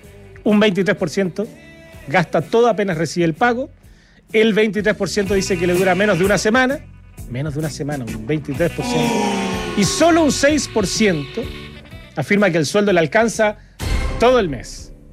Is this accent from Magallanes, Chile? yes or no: no; Retiro, Maule, Chile; lindo pueblo, con linda gente, donde vive gente muy linda. Por ejemplo, mi familia. Oriundo, lo que somos oriundo de Retiro. Aguante, Retiro.